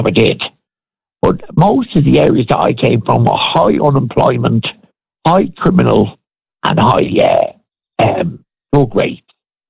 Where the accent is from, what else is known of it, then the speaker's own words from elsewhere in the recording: Dublin, Leinster, Ireland; born there; I came from Dolphin's Barn.